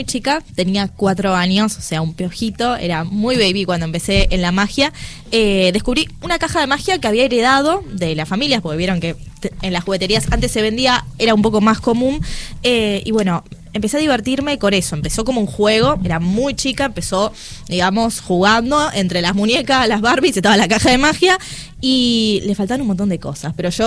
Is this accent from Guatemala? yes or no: no; Berazategui, Buenos Aires Province, Argentina; yo soy, como decía, de Berazategui, entonces todo me quedaba lejos.